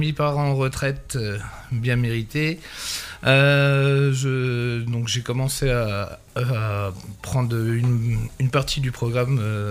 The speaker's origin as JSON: {"language": "French", "region": "Grand Est", "country": "France", "said": "Alors, moi, je viens de Lorraine à la base, donc j'ai passé mon prix de trompette à Metz."}